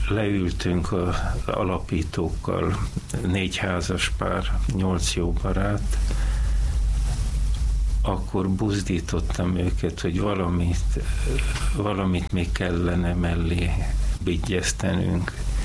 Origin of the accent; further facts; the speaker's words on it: Budapest, Hungary; Hát budai vagyok, sőt erdőszéli vagyok, mert ahol mi lakunk 75 éve, az erdőszéle volt még akkor